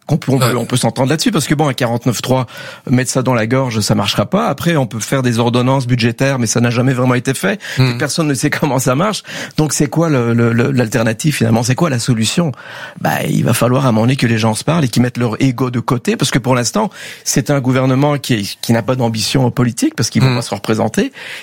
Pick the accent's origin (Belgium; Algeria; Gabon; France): Belgium; moved away; mon pays d'origine, qui est en fait la Belgique